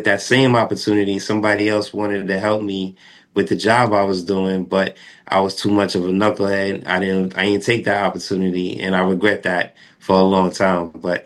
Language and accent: English; New York, United States; when I was growing up in New York, about block parties and how everybody came together and people had fun on the block.